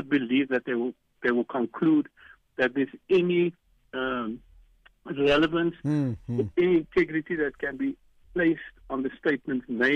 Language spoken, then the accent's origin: English; Cape Town, Western Cape, South Africa; We grew up together in Kensington, in Cape Town.